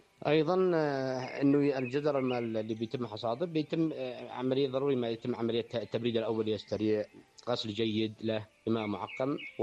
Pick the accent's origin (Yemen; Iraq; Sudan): Yemen; عندنا في اليمن